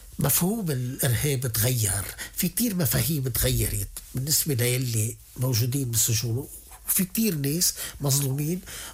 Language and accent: Arabic; Lebanon; عندنا بلبنان